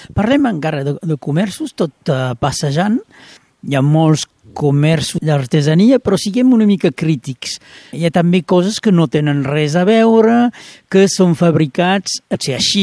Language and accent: Catalan; Occitania, France; jo en puc parlar perquè sóc del Conflent